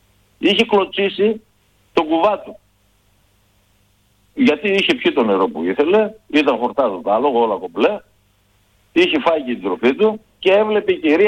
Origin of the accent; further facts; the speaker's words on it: Thessaloniki, Central Macedonia, Greece; now in Kalandra, Greece; Είμαι μεγαλωμένος στη Θεσσαλονίκη, στο Κορδελιό. Δεν είμαι μεγαλωμένος στον Ζωά. Αλλά το χωριό μου ήταν η Καλάνδρα. Και γύρισα μετά από το στρατό εδώ στην Καλάνδρα.